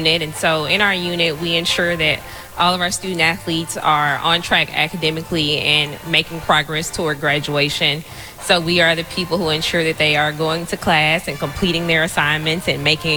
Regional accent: Jackson, Mississippi, United States; moved away as an adult; now in Nashville, United States; Yeah, absolutely. I'm from Jackson, Mississippi. Like Nick said, I went to college at Jackson State.

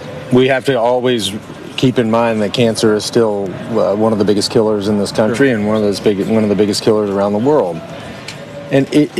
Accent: Texas, United States; Yeah, well, I grew up outside of Dallas. And it's the reason I got into endurance sports.

